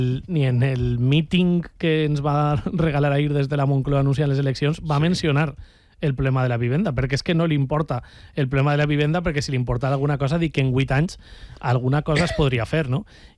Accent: Vila-real, Valencian Community, Spain; Mira, jo te poso l'exemple del meu poble, de Vila-real.

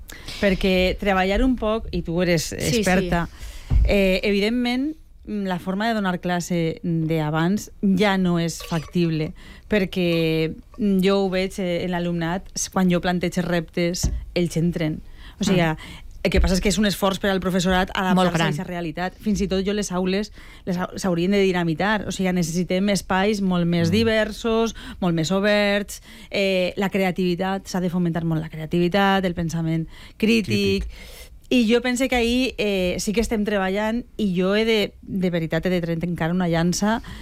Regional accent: Sagunto, Valencian Community, Spain; Jo de veritat soc de Sagunt

